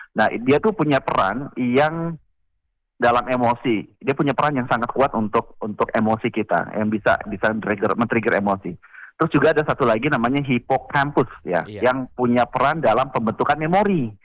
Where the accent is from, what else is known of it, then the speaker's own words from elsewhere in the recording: Kupang, East Nusa Tenggara, Indonesia; moved away; Iya, karena saya lahir di Kupang.